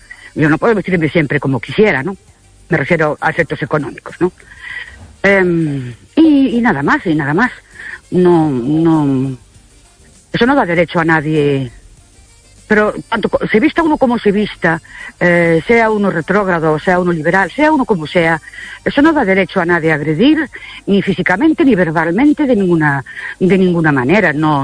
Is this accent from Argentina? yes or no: no; Ourense, Galicia, Spain; de Urense otra vez.